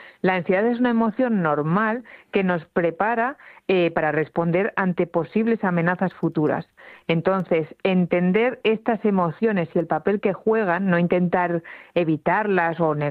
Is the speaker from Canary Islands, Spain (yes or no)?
no; Oviedo, Asturias, Spain; del naranco, porque yo soy de Oviedo